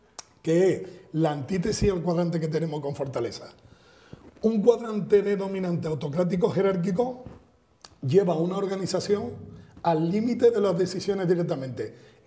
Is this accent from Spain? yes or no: yes; Spain